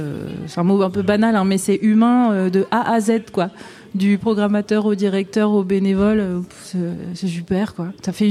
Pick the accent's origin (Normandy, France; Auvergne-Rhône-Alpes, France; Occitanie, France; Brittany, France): Normandy, France; Caen; je suis de Caen